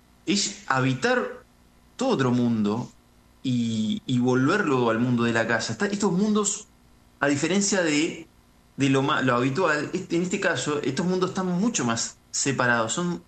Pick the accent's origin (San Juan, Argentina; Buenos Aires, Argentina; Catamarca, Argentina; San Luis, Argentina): Buenos Aires, Argentina; yo, bueno, vengo de Buenos Aires y cuando llegué acá al Valle, escuché esto de subir y bajar.